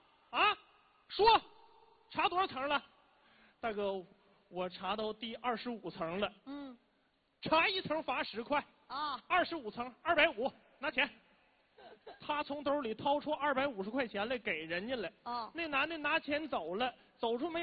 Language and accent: Chinese; Northeast China, China; 用咱们东北话说